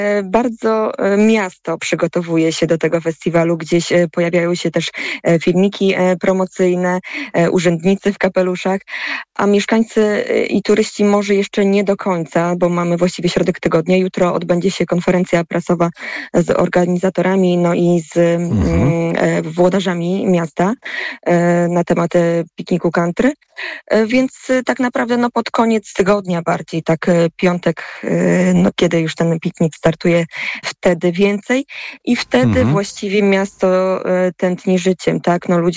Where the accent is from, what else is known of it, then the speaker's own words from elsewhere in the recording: Mrągowo, Warmian-Masurian Voivodeship, Poland; jestem z Mrągowa